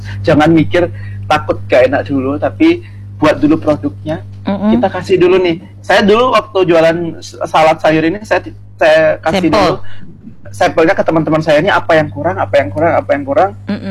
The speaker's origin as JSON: {"language": "Indonesian", "town": "Surabaya", "region": "East Java", "country": "Indonesia", "said": "Tapi saya dari Surabaya, saya kenal nih."}